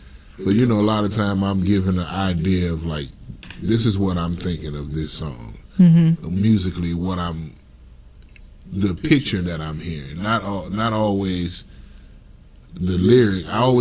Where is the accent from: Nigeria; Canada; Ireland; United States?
United States; St. Louis, Missouri; moved away as an adult; I'm from St. Louis.